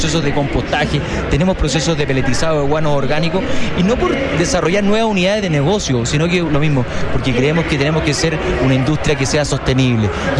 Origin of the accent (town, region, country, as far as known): Chile